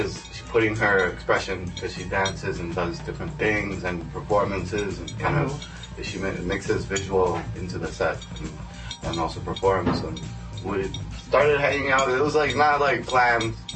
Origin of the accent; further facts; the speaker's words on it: Dominican Republic; I grew up in Dominican Republic.